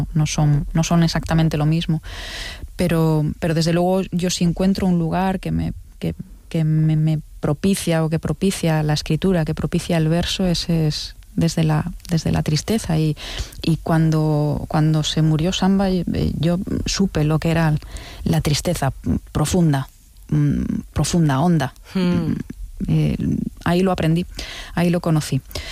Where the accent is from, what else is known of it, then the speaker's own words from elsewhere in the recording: Tineo, Asturias, Spain; Y la nieve, para mí es un paisaje de infancia, porque soy de Tineo, en el occidente asturiano